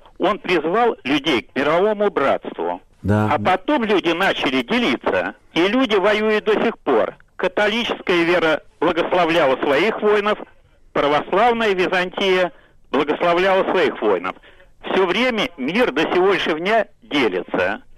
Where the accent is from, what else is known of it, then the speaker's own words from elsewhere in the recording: Moscow, Russia; born there; Я родился в Москве и был крещен в 46-м году в Илья-Обыденском переулке.